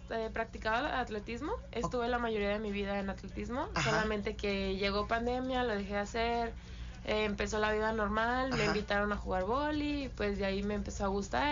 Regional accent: Ciudad Mante, Tamaulipas, Mexico; moved away as an adult; now in Monterrey, Mexico; yo soy originaria de aquí de Ciudad Mante, ajá, pero yo estoy estudiando en Monterrey.

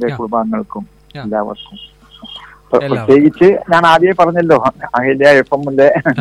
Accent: Parappanangadi, Kerala, India; born there; ഞാൻ ജനിച്ചത് പരപ്പനങ്ങാടി കടപ്പുറത്തിന്റെ അടുത്താണ്.

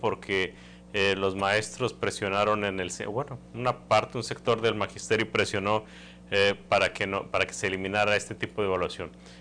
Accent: Tamaulipas, Mexico

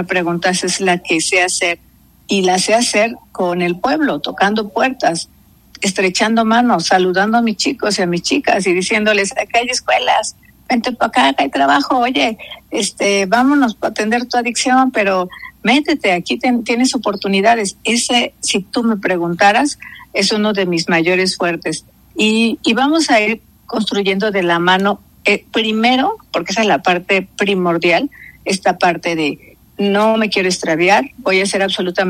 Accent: Guerrero, Mexico; moved away; hoy empiezo regresando en donde yo dejé mi semilla, mi ombligo y mi corazón, que es mi patria chica y que es Guerrero.

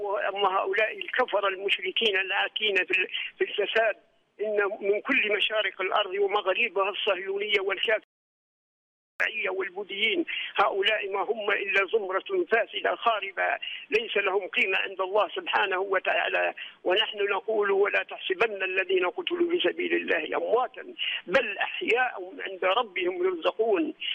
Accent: Libya; وإن شاء الله ربي يصلح بلادنا ليبيا، وإن شاء الله ربي يرفع راية ليبيا

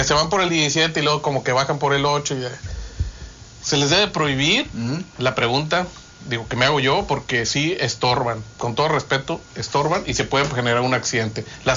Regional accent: Ciudad Victoria, Tamaulipas, Mexico; los que somos de aquí de Victoria

